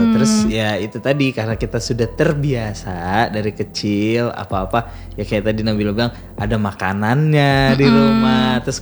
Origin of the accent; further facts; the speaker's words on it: East Java, Indonesia; Bahkan kita aku orang yang Jawa Timur aja gitu